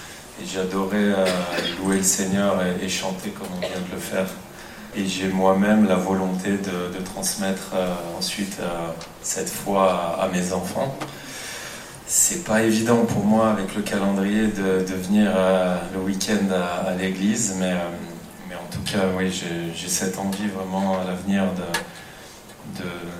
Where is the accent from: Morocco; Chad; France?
France; Chambéry, Auvergne-Rhône-Alpes; also born or lived in Grenoble; Donc, moi, j'ai grandi entre Chambéry et Grenoble. Je suis savoyard, on est à Chambéry.